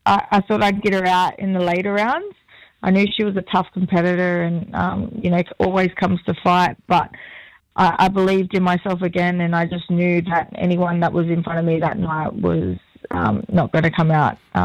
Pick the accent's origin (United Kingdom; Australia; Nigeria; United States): Australia; Peak Hill, New South Wales; down in Wiradjuri country, I'm from Peak Hill. And … from down that way.